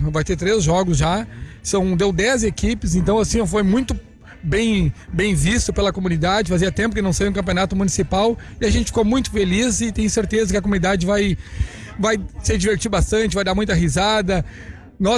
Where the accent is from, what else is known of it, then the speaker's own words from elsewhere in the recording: Rio Grande do Sul, Brazil; Somos gaúchos, né?